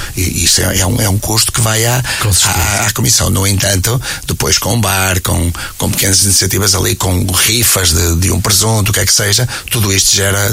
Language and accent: Portuguese; Lousada, Norte, Portugal; é a minha terra. Eu sou de Caio de Rei e já não saio de lá